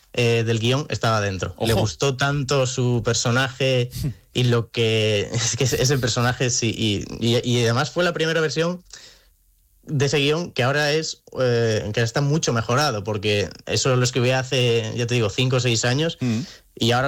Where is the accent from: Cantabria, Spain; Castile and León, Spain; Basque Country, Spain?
Cantabria, Spain; Comillas; Bueno, yo soy de Comillas, que Santander nos queda lejos, pero el Racing claramente pues es el equipo de aquí de Cantabria